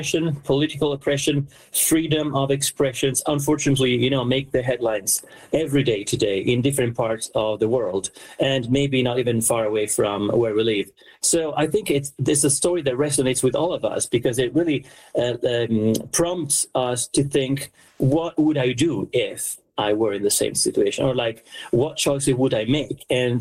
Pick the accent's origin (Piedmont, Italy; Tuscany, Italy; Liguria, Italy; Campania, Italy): Tuscany, Italy; Lucca; Puccini was born in my hometown, or actually, I was born in his city.